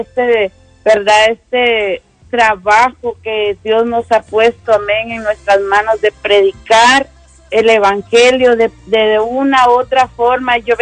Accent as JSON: {"language": "Spanish", "country": "Guatemala", "said": "yo soy guatemalteca, y tengo mucha familia"}